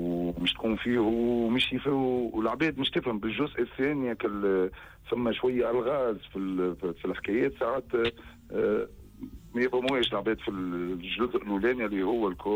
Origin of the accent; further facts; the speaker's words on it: Tunisia; born there; أنا هني مولود في تونس